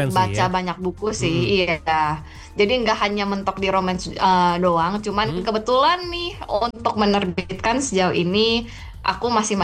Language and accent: Indonesian; Bandung, West Java, Indonesia; Asli Bandung, lahir Bandung.